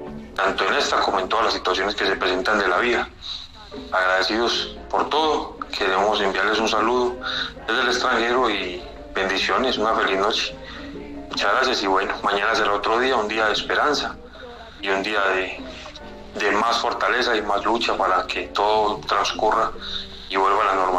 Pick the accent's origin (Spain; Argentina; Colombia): Colombia; Pereira, Risaralda; como colombiano, como cafetero, como pereirano.